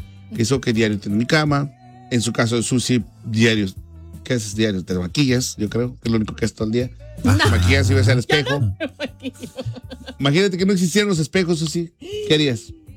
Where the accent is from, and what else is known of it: Mexico